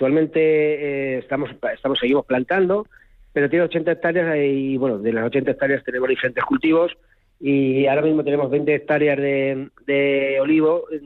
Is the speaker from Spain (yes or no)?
yes; Alcázar de San Juan, Castilla-La Mancha, Spain; Bueno, nosotros somos, el origen somos de Alcázar de San Juan, la familia, la finca también está en el término de Alcázar de San Juan